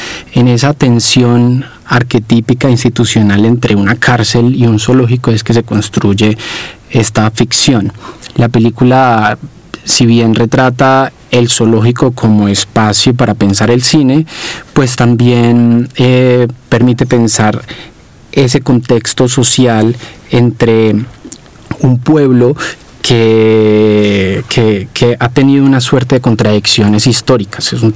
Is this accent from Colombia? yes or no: yes; Colombia